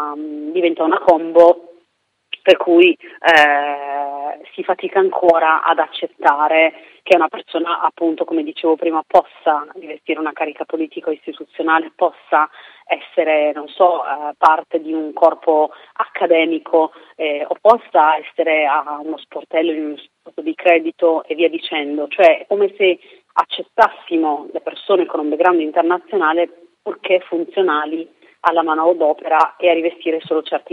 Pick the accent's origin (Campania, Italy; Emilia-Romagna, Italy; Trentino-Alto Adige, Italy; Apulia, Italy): Emilia-Romagna, Italy; Reggio Emilia